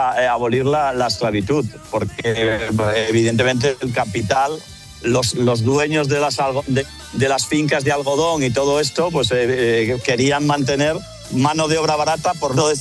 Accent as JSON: {"language": "Spanish", "country": "Spain", "said": "Ya sé que soy el típico español que..."}